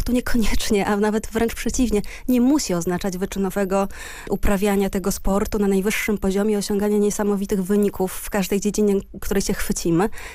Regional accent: Janowiec, Lublin Voivodeship, Poland; now in Warsaw, Poland; Ja się wychowałam na wsi, w Janowcu nad Wisłą, na Lubelszczyźnie, przepięknej miejscowości, gdzie były i górki, i doliny, i skałki, i lasy, i łąki, i ogród mojej babci, i pole mojej babci

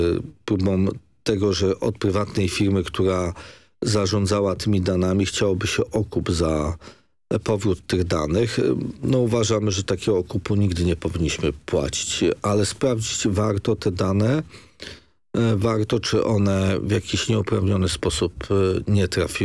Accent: Sopot, Pomeranian Voivodeship, Poland; jako Sopocianie

